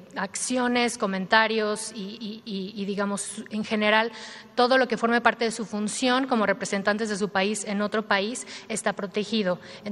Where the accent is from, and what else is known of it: Mexico